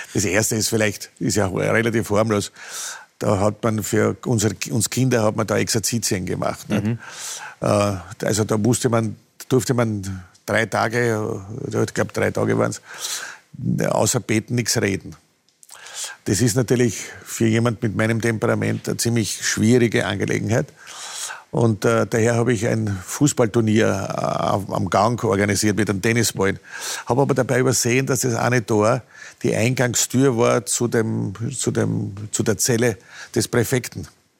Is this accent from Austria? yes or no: yes; Altlengbach, Lower Austria, Austria; born there